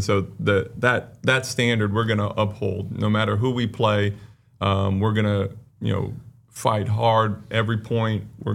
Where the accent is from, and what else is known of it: California, United States; born or raised there